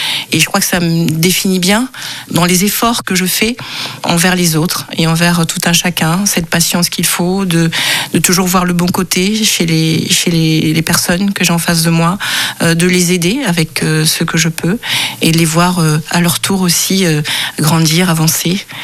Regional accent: Cameroon

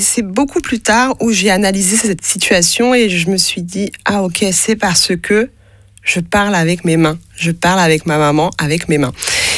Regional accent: France; first language French Sign Language; mes parents sont sourds-signants, donc ils parlent la langue des signes française, et donc c'est ma langue maternelle.

